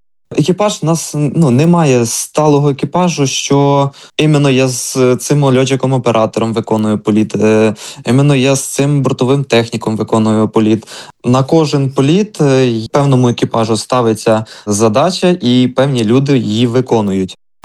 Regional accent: Volyn Oblast, Ukraine; я із Волині.

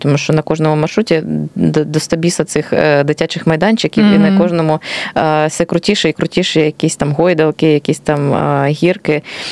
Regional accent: Kharkiv, Kharkiv Oblast, Ukraine; Я теж з Холодної Гори.

